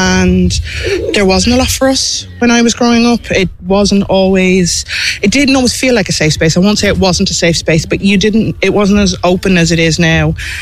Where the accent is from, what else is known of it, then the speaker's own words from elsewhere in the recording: Wicklow, County Wicklow, Ireland; Wicklow's my hometown and I was born and reared here.